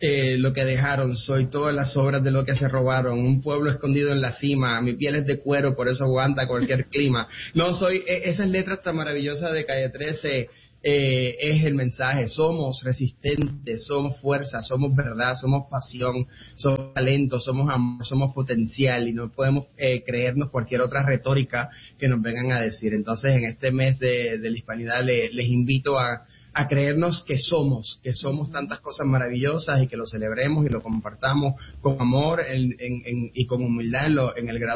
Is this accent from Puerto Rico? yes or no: yes; Vega Alta, Puerto Rico; De hecho, en el musical se menciona mi pueblo natal, Vega Alta, del cual estoy extremadamente orgulloso de haber crecido ahí.